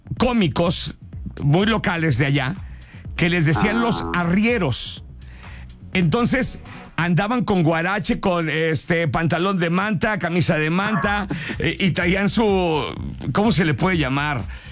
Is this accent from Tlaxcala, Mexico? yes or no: no; Guadalajara, Jalisco, Mexico; moved away; yo, de mi tierra, pues la mera mata era en San Juan de Dios.